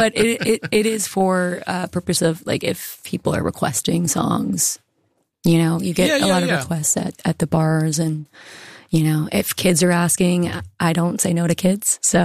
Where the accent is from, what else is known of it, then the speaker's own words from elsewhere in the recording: Florida, United States; Because again, I'm from Florida